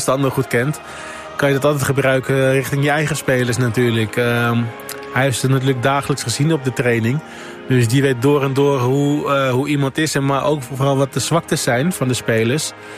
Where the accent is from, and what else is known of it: Netherlands